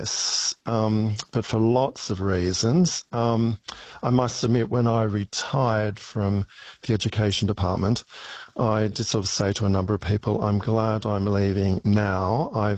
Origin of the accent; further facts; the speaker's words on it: Sydney, New South Wales, Australia; now in Darwin, Australia; I grew up in Sydney, where I went to school, where my family lived, where I went to university.